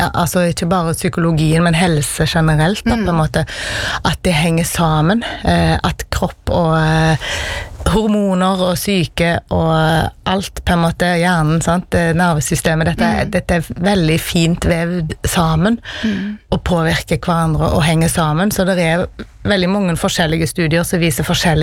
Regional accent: Karmøy, Rogaland, Norway; jeg kommer fra Karmøy.

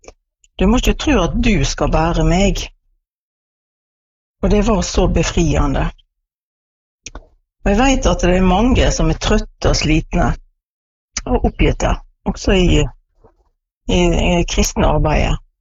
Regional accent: Askøy, Vestland, Norway; born or raised there; now in Stranda, Norway

